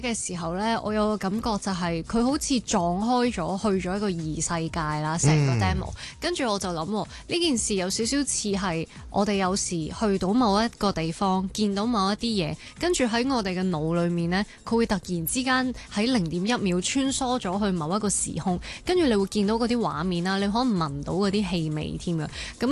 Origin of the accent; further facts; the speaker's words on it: Tsuen Wan, Hong Kong; 成個童年都係喺嗰度過。